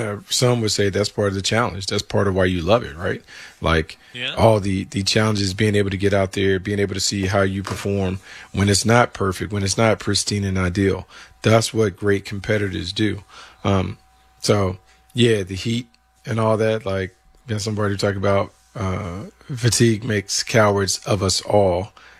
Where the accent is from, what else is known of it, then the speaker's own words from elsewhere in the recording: the South, United States; Maybe so, but look, I grew up in the South where this was kind of the norm. It was hot. It was humid. It was muggy.